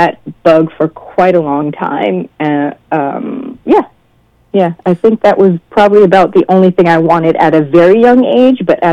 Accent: New Jersey, United States; born there; I was born here in New Jersey

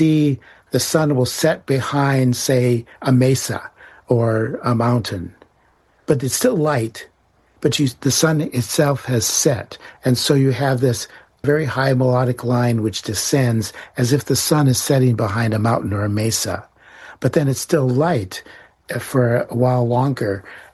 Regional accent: Southwest, United States; which then descends, as you would see growing up in the Southwest.

